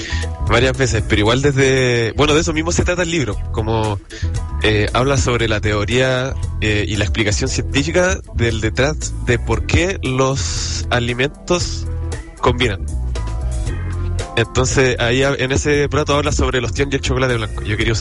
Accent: Coquimbo, Chile; Coquimbo, que es de donde yo vengo, donde está todo el cariño que yo tengo por la cocina, sobre todo por el mar, porque yo siempre he sido una persona que me he criado en el mar y con la comida de mar.

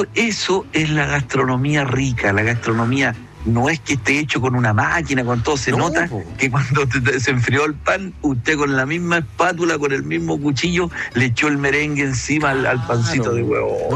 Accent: Villa Alegre, Maule, Chile; born or raised there; now in Santiago, Chile

